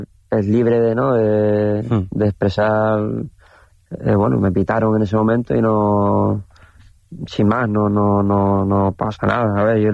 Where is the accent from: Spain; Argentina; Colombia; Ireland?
Spain; Las Palmas, Canary Islands; que yo soy de Las Palmas también y le deseo siempre lo mejor a Las Palmas porque es el club de mi tierra.